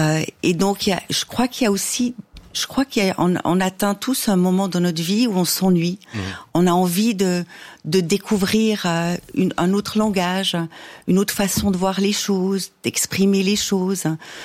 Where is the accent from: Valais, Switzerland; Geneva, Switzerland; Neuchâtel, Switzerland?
Neuchâtel, Switzerland; Malheureusement pas, alors que je suis de Neuchâtel.